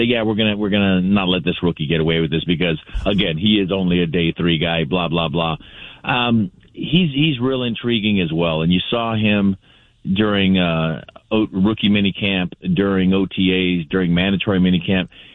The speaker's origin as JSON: {"language": "English", "town": "Barstow", "region": "California", "country": "United States", "tie": "born or raised there", "said": "when I was in junior college for my hometown newspaper, the Barstow Desert Dispatch."}